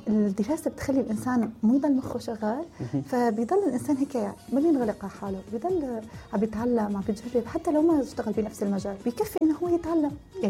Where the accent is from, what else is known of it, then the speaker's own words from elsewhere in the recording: Aleppo, Aleppo Governorate, Syria; moved away as an adult; also born or lived in Dubai; now in Gaziantep, Turkey; من حلب، مقيمة بعنتاب. جيت على تركيا بال 2013، بعدين سافرت على دبي بال 2014، ورجعت من الإمارات تقريبا بال 2019. صار لي مقيمة هون بتركيا شي 7 سنين تقريبا